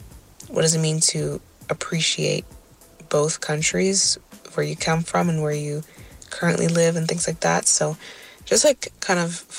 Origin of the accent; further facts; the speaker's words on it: Canada; So kind of rediscovering like my Nigerian roots, but also like what that means for me here in Canada as well. Because I grew up here and stuff like that.